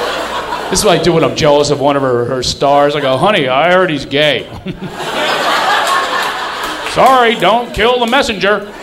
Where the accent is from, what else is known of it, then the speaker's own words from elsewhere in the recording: Philadelphia, Pennsylvania, United States; But romance, I'm from Philadelphia. No romances in Philly.